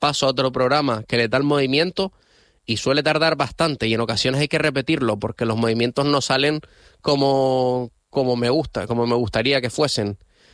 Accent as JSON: {"language": "Spanish", "town": "Las Palmas de Gran Canaria", "region": "Canary Islands", "country": "Spain", "tie": "born there", "said": "soy canario"}